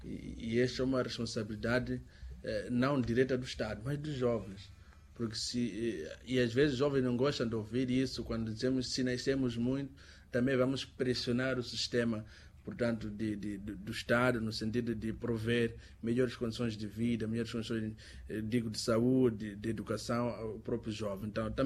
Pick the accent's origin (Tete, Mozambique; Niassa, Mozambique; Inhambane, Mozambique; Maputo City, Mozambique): Tete, Mozambique; eu sou de Tete